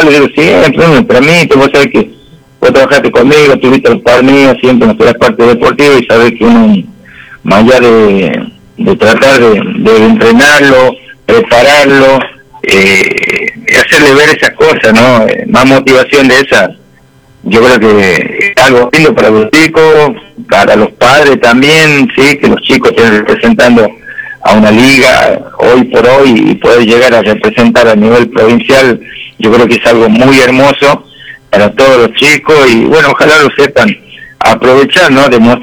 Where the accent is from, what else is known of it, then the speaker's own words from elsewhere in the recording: Argentina; Como todo argentino, frente al televisor